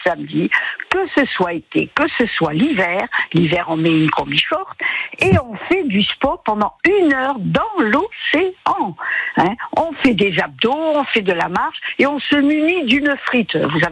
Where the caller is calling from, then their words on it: Ciboure, Nouvelle-Aquitaine, France; Je vous appelle de Cibourg.